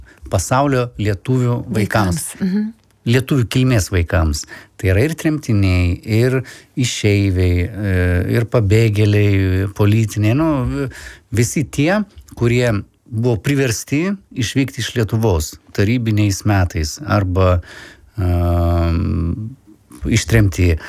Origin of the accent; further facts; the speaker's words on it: Sochi, Krasnodar Krai, Russia; moved away; Ir aš gimiau gan Sočyje.